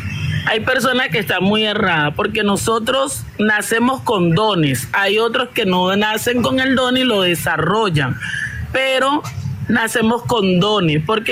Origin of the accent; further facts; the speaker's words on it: Venezuela; Tuve una enfermedad muy grave en Venezuela, porque yo también soy venezolana, pero de padres colombianos